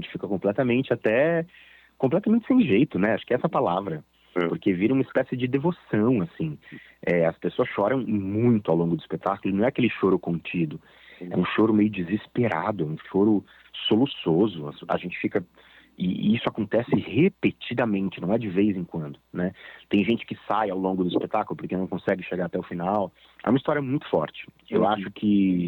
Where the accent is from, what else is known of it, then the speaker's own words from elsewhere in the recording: São Paulo, Brazil; me mudei para o Rio de Janeiro, sou de São Paulo, para fazer o espetáculo.